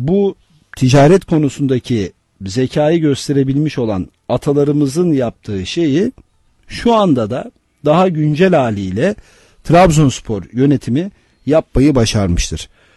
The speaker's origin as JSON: {"language": "Turkish", "region": "Artvin", "country": "Turkey", "said": "Ben de Artvinliyim, ben de Karadenizliyim."}